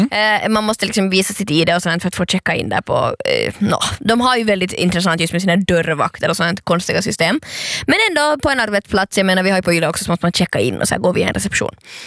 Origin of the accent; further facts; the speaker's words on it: Finland; first language Swedish; Så säger jag, nej, jag är från Finland.